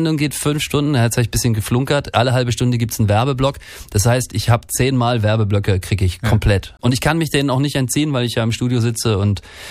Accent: Northern Germany, Germany

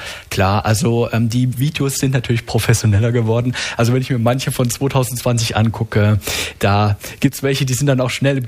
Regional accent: Saxony, Germany; moved away as an adult; now in Karlsruhe, Germany; dort fühle ich mich fast so heimisch wie natürlich jetzt in der sächsischen Schweiz, wo ich aufgewachsen bin.

